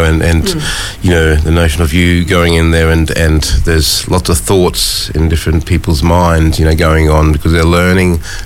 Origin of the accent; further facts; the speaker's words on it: Mount Isa, Queensland, Australia; moved away; growing up on Kalkadunga country in far northwestern Queensland